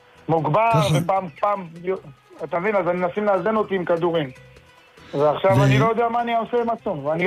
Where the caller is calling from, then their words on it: the Krayot, Haifa District, Israel; אני מהקריות